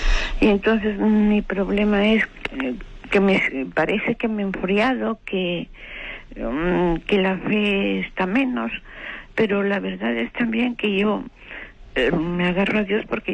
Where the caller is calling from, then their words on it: Madrid, Community of Madrid, Spain; de Madrid.